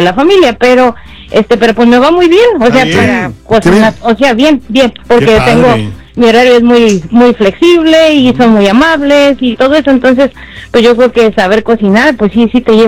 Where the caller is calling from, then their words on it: Mexico City, Mexico; Yo de la Ciudad de México.